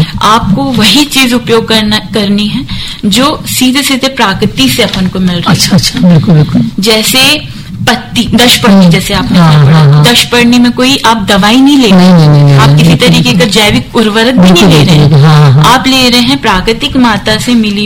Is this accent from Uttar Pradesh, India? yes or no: no; Lalbarra, Madhya Pradesh, India; جو جیسے ہم میں لال برہ بلاک سے ہوں تو وہاں پہ راجا بھوج کر کے منڈی ہے